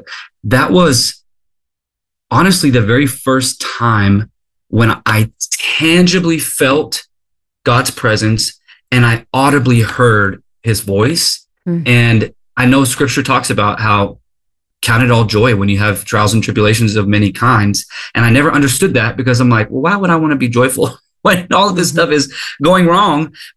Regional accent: Texas, United States; I grew up in Texas.

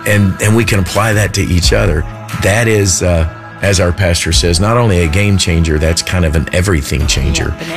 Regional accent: Kentucky, United States; I am from Kentucky.

